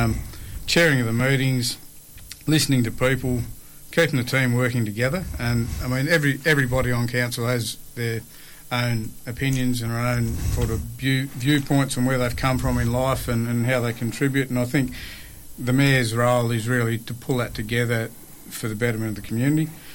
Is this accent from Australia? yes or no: yes; George Town, Tasmania, Australia; I was one of the kids that grew up in Georgetown